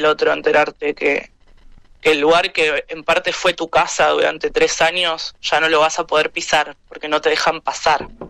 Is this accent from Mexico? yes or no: no; Chubut, Argentina; No, yo soy de Chubut. Yo soy de Chubut. No estoy evaluando la posibilidad de volver, pero bueno, quizás me toque, no lo sé.